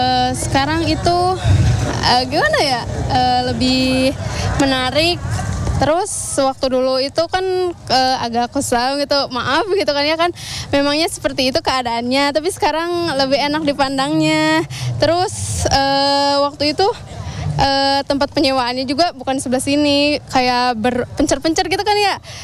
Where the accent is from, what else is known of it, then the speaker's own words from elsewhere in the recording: Sukabumi, West Java, Indonesia; Aku dari Sukabumi, tapi lagi main di Cipayung, Jakarta.